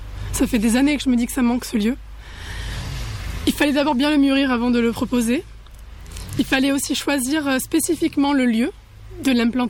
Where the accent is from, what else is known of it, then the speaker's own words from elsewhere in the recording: Luz-Saint-Sauveur, Occitanie, France; Alors, je suis originaire d'ici. Je suis originaire de Luz-Saint-Sauveur.